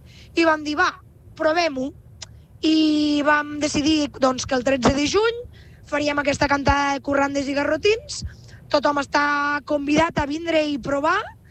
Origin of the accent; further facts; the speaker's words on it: Catalonia, Spain; la zona de Lleida, d'on sóc jo.